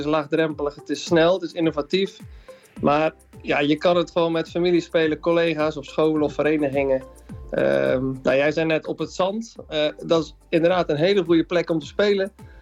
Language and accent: Dutch; Netherlands; als Nederlander